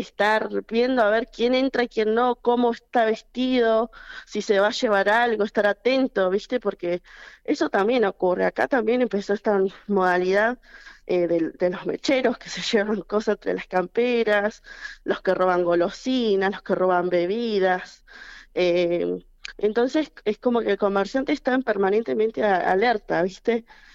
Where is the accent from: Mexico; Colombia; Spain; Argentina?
Argentina; Caleta Olivia, Santa Cruz; No, la verdad, y más para uno que es de acá y vive acá y te preguntan, o vas a tal lado, ¿de dónde sos de Caleta?